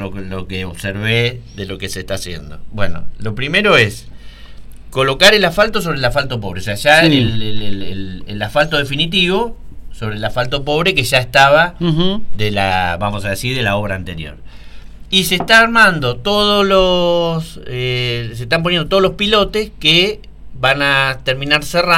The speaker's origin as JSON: {"language": "Spanish", "country": "Argentina", "said": "Te lo digo como joven argentino, te lo digo por mi hijo."}